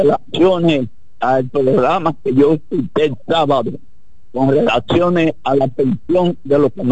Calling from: Cotuí, Sánchez Ramírez, Dominican Republic; Yo soy de Cotuí.

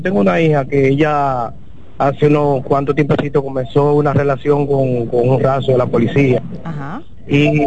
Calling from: Santo Domingo Este, Santo Domingo, Dominican Republic; Santo Domingo Este, Mendoza.

